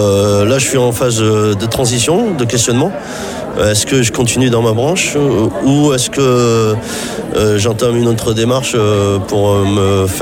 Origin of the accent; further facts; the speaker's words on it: Saint-Étienne, Auvergne-Rhône-Alpes, France; je suis natif de Saint-Étienne. Ma vie, elle est là. Ma vie professionnelle, je l'ai faite ici. Ma vie personnelle, à 56 ans